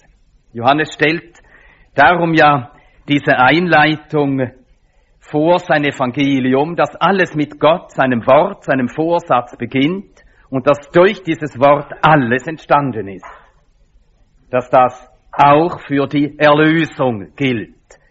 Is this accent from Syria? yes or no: no; Finland; now in Switzerland; Aber ich stamme aus Finnland, gebürtig bin ich Finne, aber schwedischer Staatsbürger.